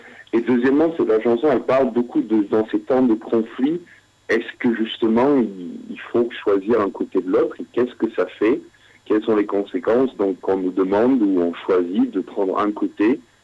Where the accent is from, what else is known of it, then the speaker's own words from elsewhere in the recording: Scotland, United Kingdom; accent: Scottish; French is a second language; Et en plus, mon accent écossais qui varie sort de temps en temps dans les paroles, ça aide pas aussi.